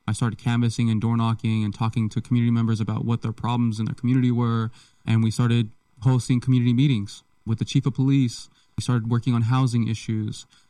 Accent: Modesto, California, United States; Born and raised in Modesto. Born downtown. I was one of the last kids to be born downtown.

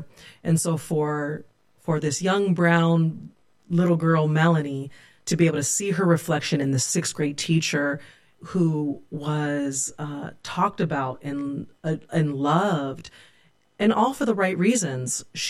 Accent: Turlock, California, United States; Actually, I grew up in Turlock, California. I was born and raised in Turlock, California, and I moved away once and came back. But the Central Valley is my home, and Santa Claus County is definitely my home.

